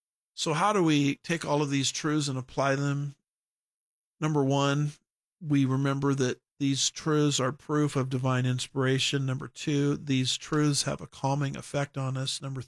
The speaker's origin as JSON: {"language": "English", "country": "United States", "said": "That doesn't mean I'm not an American anymore"}